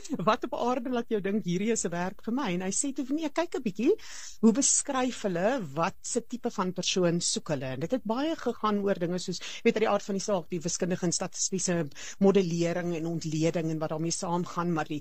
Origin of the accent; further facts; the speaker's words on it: Centurion, Gauteng, South Africa; moved away as an adult; also born or lived in Pretoria / Stellenbosch; now in Johannesburg, South Africa; net om die draai van waar ek groot geword het in Verwoordburg, nou Centurion.